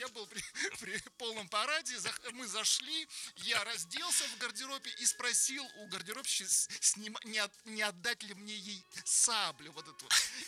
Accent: Sochi, Krasnodar Krai, Russia; А я из Сочи, у меня не было теплых вещей.

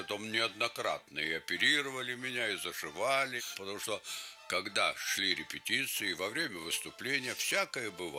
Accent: Lithuania; accent: Lithuanian; first language Lithuanian; Russian is a second language; moved away; Я даже плохо по-русски говорил. И учеба у меня первая начиналась на литовские школы.

